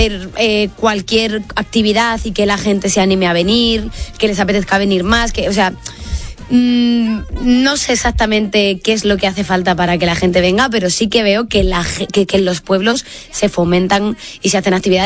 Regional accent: Castile and León, Spain; Mi pueblo está en Beganzones.

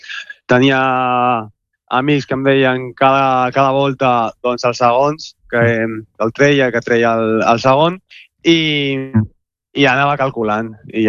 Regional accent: Barcelona, Catalonia, Spain; born there; jo soc català, nascut a Barcelona, però el meu pare és d'Escòcia i els meus avis són irlandesos i, clar, el meu cognom ve d'allà, ve d'Irlanda.

